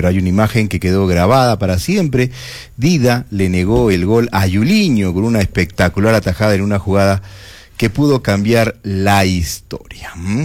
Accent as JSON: {"language": "Spanish", "country": "Peru"}